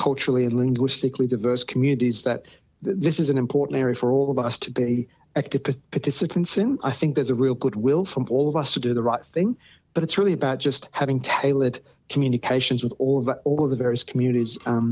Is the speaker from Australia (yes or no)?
yes; Australia; born there; also born or lived in Iran; I was born in Iran, came to Australia, you know, when I was seven.